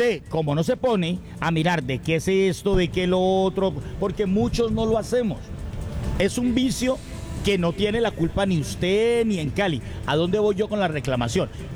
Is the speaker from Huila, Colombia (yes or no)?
no; Cali, Valle del Cauca, Colombia; pero como caleño y como usuario también hago mi reclamación.